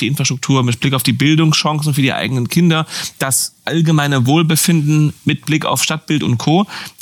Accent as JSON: {"language": "German", "region": "Berlin", "country": "Germany", "said": "Als Berliner."}